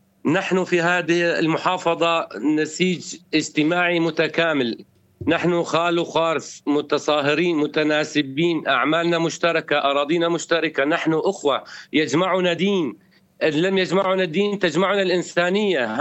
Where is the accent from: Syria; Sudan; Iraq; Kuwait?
Syria; نحن جزء من سوريا